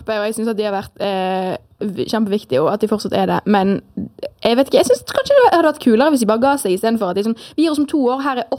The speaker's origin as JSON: {"language": "Norwegian", "town": "Bergen", "region": "Vestland", "country": "Norway", "moved": "yes"}